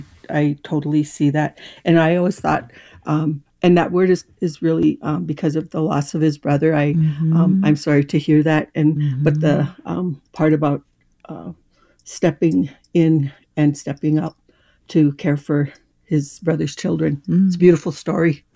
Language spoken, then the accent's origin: English; North Dakota, United States; I grew up on the Turtle Mountain Band of Chippewa Indian Reservation, and we're close to the Canadian border